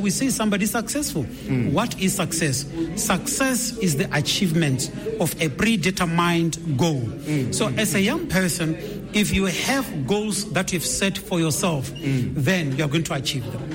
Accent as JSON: {"language": "English", "town": "Nkange", "country": "Botswana", "said": "I'm from Nkange."}